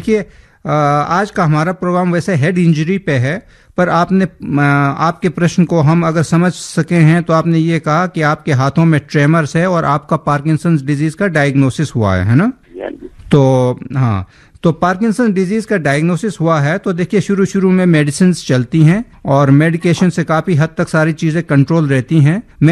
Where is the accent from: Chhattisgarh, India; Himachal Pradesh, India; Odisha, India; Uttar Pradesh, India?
Himachal Pradesh, India; मैं भी पहाड़ी हूँ, मैं हिमाचल से हूँ।